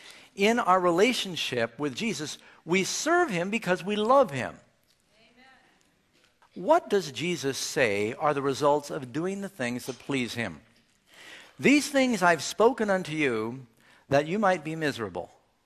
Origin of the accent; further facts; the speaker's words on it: New York City, New York, United States; John and I grew up in New York City.